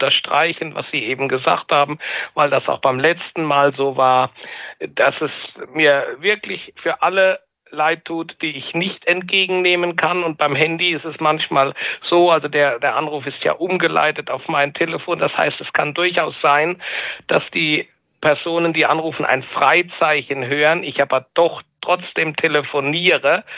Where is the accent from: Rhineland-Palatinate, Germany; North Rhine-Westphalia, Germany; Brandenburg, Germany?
Rhineland-Palatinate, Germany; Landau; born there; Ich bin gebürtiger Landauer.